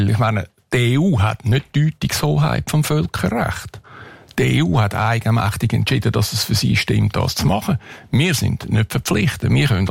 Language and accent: German; Switzerland